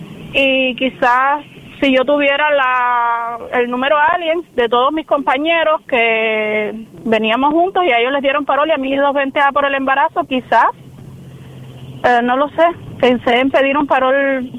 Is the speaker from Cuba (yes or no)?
yes; Cuba; moved away as an adult; now in United States; soy cubana y entré en el 2023, 18 de mayo del 2023, en lancha, junto a 27 compañeros, pero yo venía embarazada desde Cuba